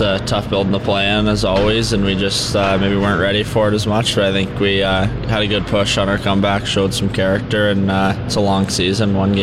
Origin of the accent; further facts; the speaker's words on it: British Columbia, Canada; moved away; getting to play in my hometown